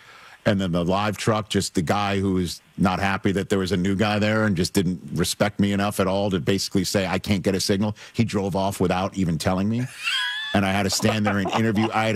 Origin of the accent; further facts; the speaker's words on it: New York, United States; I'm some guy from New York sweating my ass off on that day